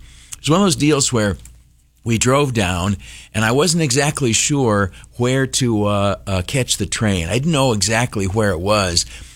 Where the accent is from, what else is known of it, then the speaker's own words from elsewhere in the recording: Canisteo, New York, United States; Canastillo, where I grew up, my hometown